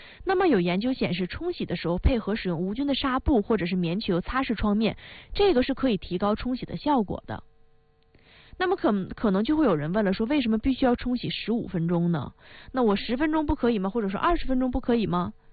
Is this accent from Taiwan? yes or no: no; Northeast China, China; accent: Northeastern dialect; 就是我们东北话说的它沙挺